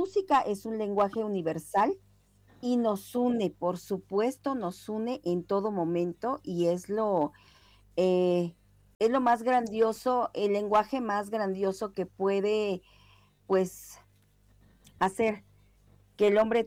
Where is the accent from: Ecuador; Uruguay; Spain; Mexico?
Mexico; born or raised there